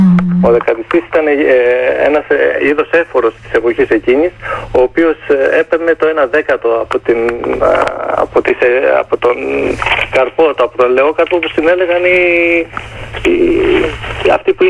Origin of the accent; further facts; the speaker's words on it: Agrafa, Greece; Μάλιστα μου είχε ζητήσει και του είχα στείλει από τα άγραφα από την πατρίδα μου σπόρους για κολοκύθια, ρίγανη, φασόλια